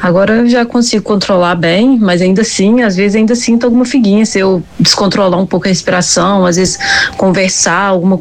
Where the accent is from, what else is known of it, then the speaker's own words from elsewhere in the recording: Minas Gerais, Brazil; moved away; A prova foi até em Minas Gerais, em minha cidade natal.